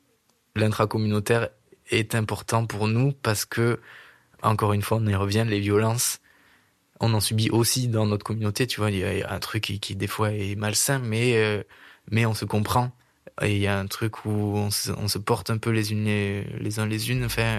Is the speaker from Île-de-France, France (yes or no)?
no; Saint-Santin, Occitanie, France; J'ai grandi à Saint-Santin, enfin, même le hameau Maspourquet, en fait